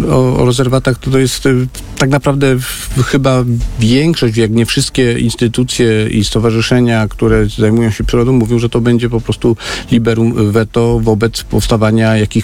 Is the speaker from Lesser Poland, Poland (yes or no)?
no; Świętokrzyskie Voivodeship, Poland; Ja jestem ze Świętokrzyskiego